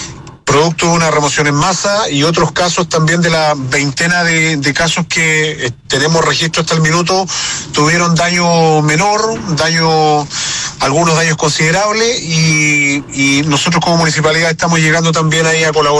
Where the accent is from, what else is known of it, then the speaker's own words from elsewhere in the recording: Corral, Los Ríos, Chile; Yo soy nacido y criado acá en Corral